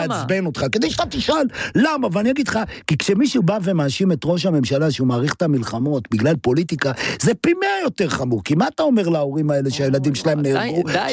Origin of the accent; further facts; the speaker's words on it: Jerusalem, Jerusalem District, Israel; גדלתי בירושלים.